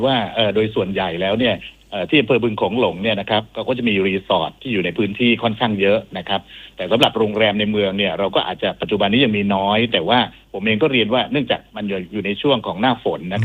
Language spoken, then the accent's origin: Thai; Chanthaburi, Thailand; ผมมาจากจันทบุรีนะครับชื่อเสียงของจันทบุรีเนี่ยผมเป็นคนเมืองจัน